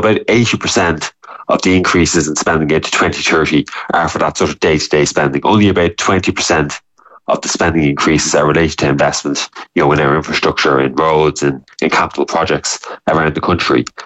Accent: Ireland

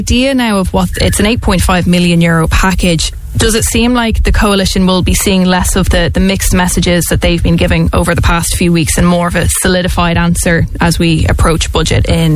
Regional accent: Leinster, Ireland; born there; I think our families might know each other growing up in the same area.

